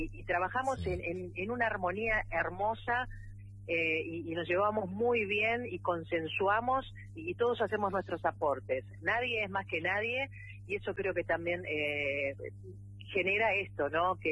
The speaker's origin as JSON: {"language": "Spanish", "town": "La Plata", "region": "Buenos Aires Province", "country": "Argentina", "said": "Yo soy platense."}